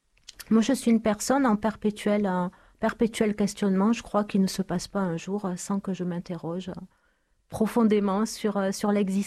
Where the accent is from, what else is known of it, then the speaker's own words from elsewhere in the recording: Toulouse, Occitanie, France; born there; je suis née à Toulouse, en France.